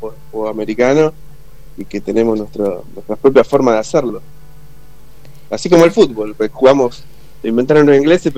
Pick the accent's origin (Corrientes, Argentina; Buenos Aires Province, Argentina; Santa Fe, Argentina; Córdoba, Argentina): Buenos Aires Province, Argentina; Junín; now in La Plata, Argentina; Éramos chicos de barrio que nos mudamos a una gran ciudad como La Plata, pero yo, por ejemplo, soy de Junín, del interior del país, de la provincia, y además de un barrio, ¿viste? Y de ahí salté a La Plata